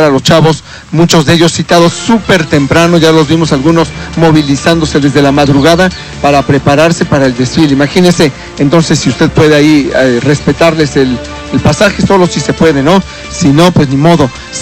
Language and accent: Spanish; Puebla, Mexico; nosotros también como poblanos